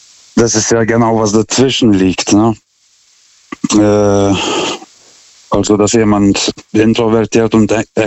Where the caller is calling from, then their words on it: Karlsruhe, Baden-Württemberg, Germany; German is a second language; Hier ist der … aus Karlsruhe. Ich rufe zum zweiten Mal an.